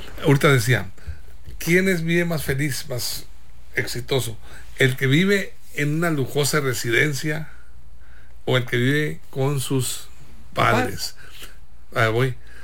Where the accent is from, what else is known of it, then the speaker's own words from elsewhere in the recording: Guamúchil, Sinaloa, Mexico; les recomiendo ir a Guamúchil, mi tierra querida. Siempre me acuerdo mucho de Guamúchil.